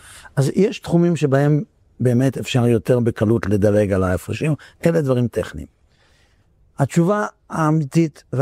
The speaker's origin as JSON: {"language": "Hebrew", "town": "Netanya", "region": "Central District", "country": "Israel", "tie": "born or raised there", "said": "אני גדלתי בנתניה, היינו משפחות חרדיות בודדות"}